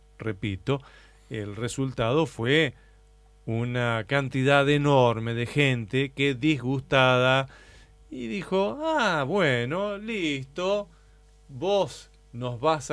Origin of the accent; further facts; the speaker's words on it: Argentina; lo fanático que somos los argentinos